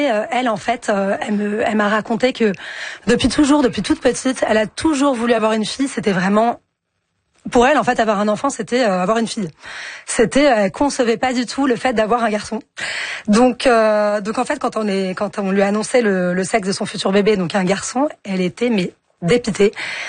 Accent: France; C'est vrai que chez nous, en France ou comme vous le disiez au Canada, c'est pas possible.

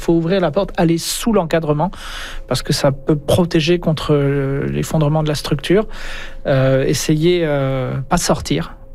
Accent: France; moved away; en France, là d'où je viens, de la région natale, c'est sur une faille sismique qui est plutôt calme en temps habituel, mais qui se réveille une fois de temps en temps.

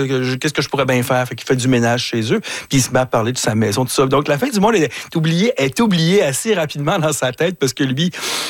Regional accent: Montreal, Quebec, Canada; born or raised there

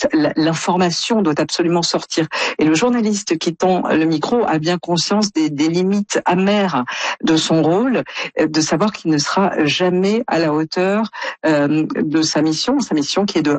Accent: France; quand on est Canadien ou comme moi français

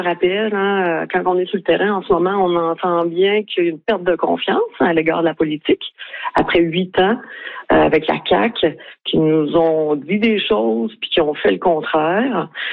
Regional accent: Quebec, Canada; on voit bien une déconnexion avec qu'on vise en tant que Québécois

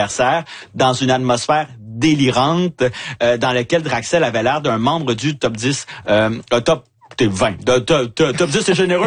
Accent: L'Ancienne-Lorette, Quebec, Canada; parce que depuis ma tendre enfance, parce que moi, je suis de la Lorette rival de Loretteville. J'ai grandi aussi de mes deuxièmes mois à mes 20 ans.

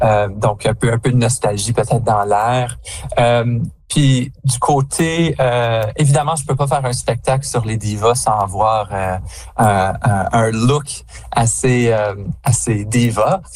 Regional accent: Canada; en tant que Français-Canadien

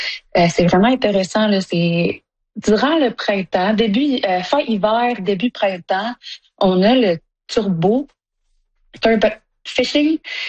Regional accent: Sept-Îles, Quebec, Canada; Ben moi j'ai grandi à Sept-Îles

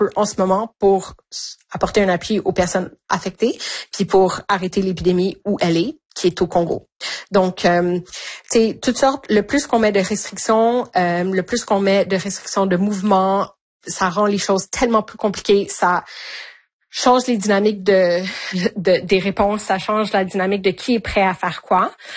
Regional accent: Canada; pour moi en tant que Canadienne.

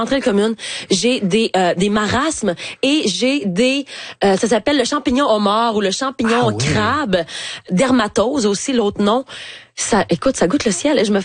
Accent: Dolbeau-Mistassini, Quebec, Canada; moved away; je suis retournée vivre dans ma ville natale d'Olbeau-Mistassini.

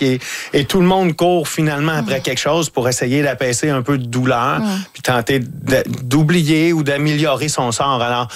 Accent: Lavaltrie, Quebec, Canada; now in Montreal, Canada; Non, mais quand je suis arrivé, moi, je viens de la Valtrie, dans la région, okay, de la Naudière. Mm-hmm. Puis quand je suis arrivé à Montréal, c'était ma porte d'entrée vers Montréal.

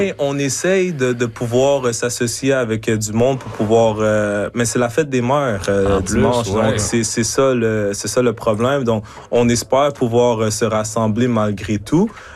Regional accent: Canada

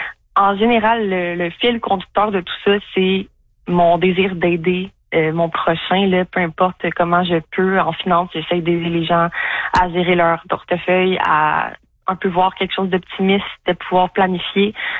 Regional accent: Saint-Hyacinthe, Quebec, Canada; also born or lived in Sorel-Tracy; now in Sherbrooke, Canada; j'ai grandi majoritairement en Montérégie à Sainte-Hyacinthe

